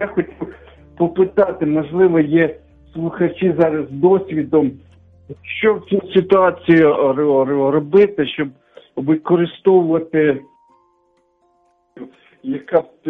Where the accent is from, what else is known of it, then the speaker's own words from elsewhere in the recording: Kaharlyk district, Kyiv Oblast, Ukraine; moved away; also born or lived in Irpin; Я сам виріс в селі Київської області, Кагарлицький район був, зараз Обухівський, і там дуже мало віруючих.